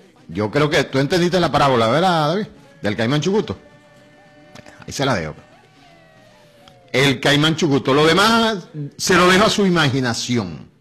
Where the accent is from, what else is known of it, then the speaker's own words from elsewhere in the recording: Campo Mata, Anzoátegui, Venezuela; en mi pueblo, porque esa es parte de mi pueblo, mis orígenes, y el crucero de Juantino se llama, crucero Juantino allá en Campomata